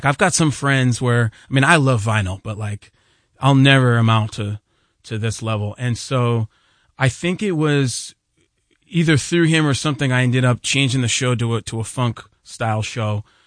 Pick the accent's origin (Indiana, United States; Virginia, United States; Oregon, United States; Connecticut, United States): Connecticut, United States; Storrs; where I grew up in Storrs, that's the whole town, really.